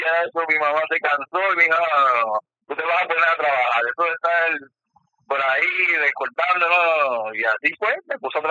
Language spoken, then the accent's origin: Spanish; Bayamón, Puerto Rico; Yo soy de Bayamón, nacido en Bayamón.